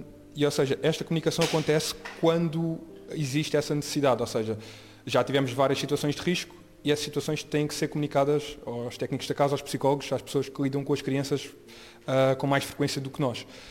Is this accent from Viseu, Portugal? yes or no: no; Faro, Portugal; now in Lisbon, Portugal; não sou de cá, sou do Algarve, e já tinha feito lá voluntariado também assim escolar